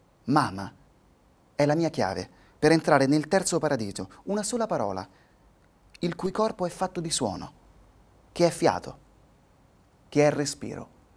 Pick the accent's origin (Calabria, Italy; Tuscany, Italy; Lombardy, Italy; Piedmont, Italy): Tuscany, Italy; Siena; La mia voce è l'appartenenza alla mia terra, un'appartenenza di nascita, nel mio caso toscana, perché io sono di Siena e ancora di più Fontebranda e della campagna toscana, sempre però con la visione di non avere confini.